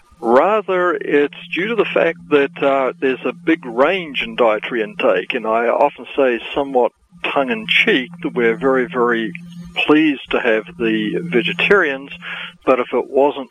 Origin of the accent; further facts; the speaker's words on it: New Zealand; I grew up in New Zealand